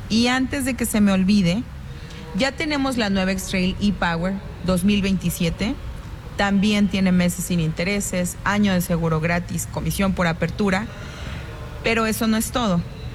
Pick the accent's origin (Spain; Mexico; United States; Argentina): Mexico; somos orgullosamente mexicanos aquí.